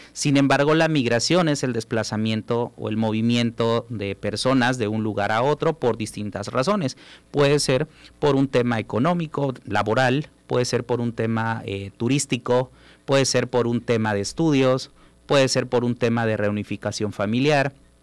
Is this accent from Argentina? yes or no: no; Chiapas, Mexico; moved away as an adult; now in Tabasco, Mexico; En mi caso, soy una persona migrante, soy del estado de Chiapas, me encuentro en Tabasco por cuestiones laborales, por cuestiones académicas, pero soy un migrante interno.